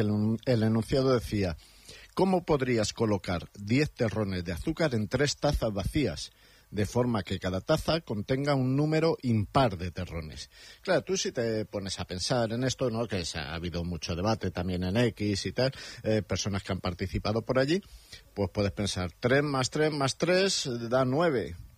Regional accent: Madrid, Community of Madrid, Spain; born there; Yo soy gato, mis padres nacieron en Madrid, yo nací en Madrid, mis padres nacieron en Madrid, dos de mis cuatro abuelos nacieron en Madrid, los otros dos se vinieron de jovencitos a Madrid, a 47 kilómetros, o sea que soy muy gato

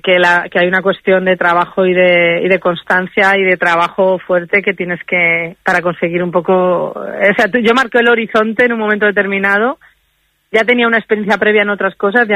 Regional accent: Bogarra, Castilla-La Mancha, Spain

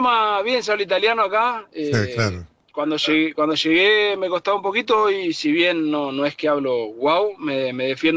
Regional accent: Argentina; moved away as an adult; now in Switzerland

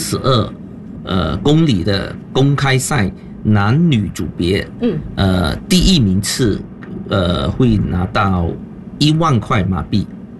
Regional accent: Malaysia; 我们马来西亚公民

